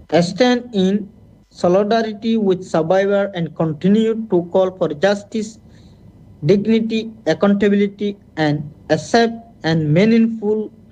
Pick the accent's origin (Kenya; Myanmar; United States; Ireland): Myanmar; now in Bangladesh; I am a Rohingya refugee from Myanmar, currently live in Bangladesh refugee camp.